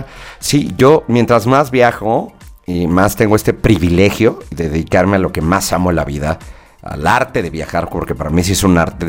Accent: Mexico; nuestra responsabilidad como mexicanos

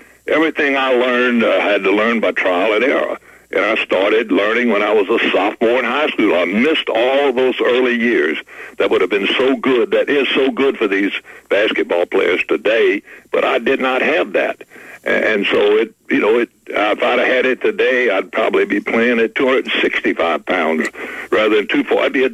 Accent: Baton Rouge, Louisiana, United States; it was a different time, but it was a good time, and I loved growing up in Baton Rouge.

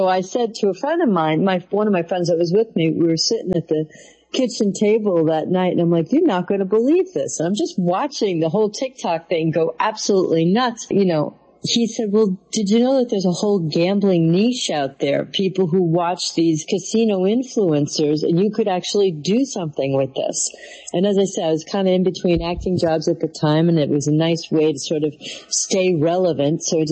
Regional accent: New York City, New York, United States; also born or lived in Yonkers, New York; I was born in the Bronx and raised in both the Bronx and Yonkers, so I too am a New York girl.

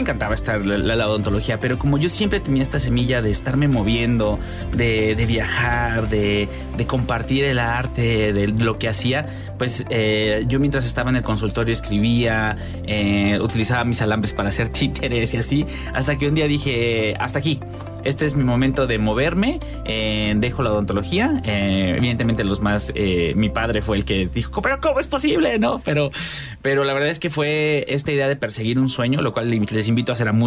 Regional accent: Jalpan de Serra, Querétaro, Mexico; moved away; Yo soy de Jalpan, sí, ahí crecí.

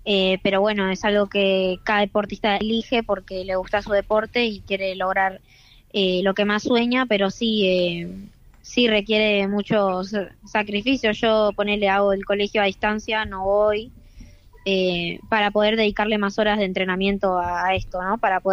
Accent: Pilar, Buenos Aires Province, Argentina; soy de Pilar.

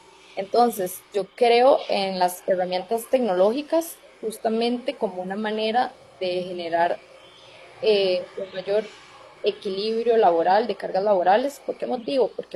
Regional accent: Costa Rica; yo soy producto del Estado Social de Derecho y de la política de justicia social de este país, de Costa Rica. Yo estudié en escuela pública, estudié en colegio público, estuve en la Universidad de Costa Rica

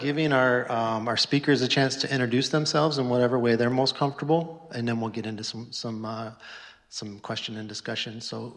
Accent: Detroit, Michigan, United States; And my family's from Mackinac Island, and I grew up in Detroit.

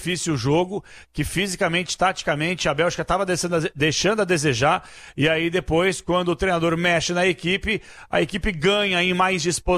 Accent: Uberaba, Minas Gerais, Brazil; Um abraço pro Manuel em Uberaba, minha terra.

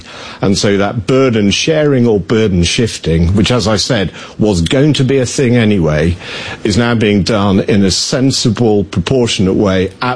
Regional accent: United Kingdom; The thing I would reflect on, both as a Brit and as a NATO officer

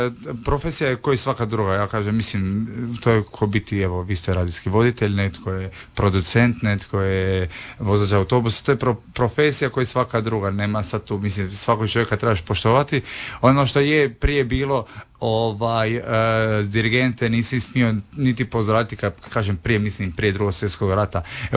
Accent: Split, Split-Dalmatia County, Croatia; Koji dođemo iz drugih dijelova, ja sam evo iz Splita

